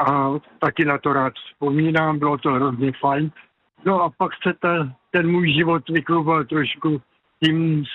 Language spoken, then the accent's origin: Czech; Prague, Czechia; já jsem Pražák